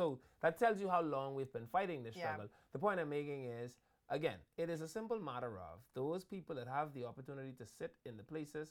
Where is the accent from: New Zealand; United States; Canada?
New Zealand; Auckland; You know, I'm from Auckland.